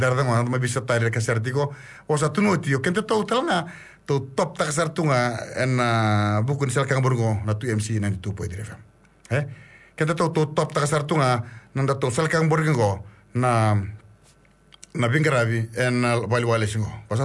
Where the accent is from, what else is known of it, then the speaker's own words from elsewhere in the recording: Fiji; moved away; my home country in Fiji